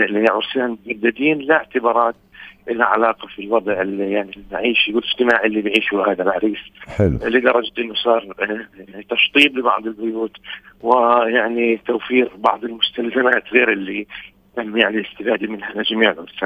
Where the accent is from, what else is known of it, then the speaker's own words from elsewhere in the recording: Palestine; إحنا شعب فلسطيني